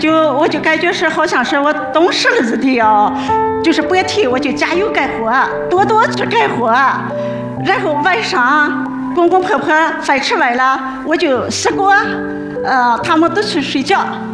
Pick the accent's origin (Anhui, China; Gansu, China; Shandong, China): Gansu, China; Minqin County; 我来自甘肃省勉清县这个沙漠中的小村庄。